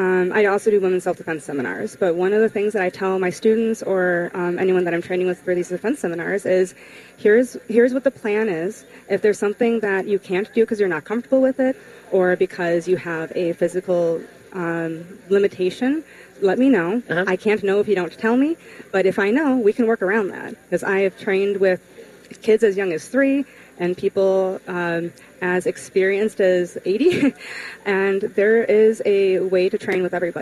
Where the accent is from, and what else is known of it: Bolingbrook, Illinois, United States; born or raised there; moved away as an adult; also born or lived in Champaign-Urbana, Illinois